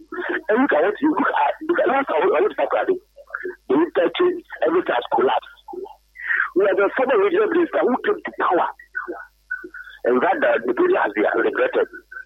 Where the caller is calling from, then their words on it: Ghana; I feel paid as a Ghanaian. I feel as a Ghanaian because I still vote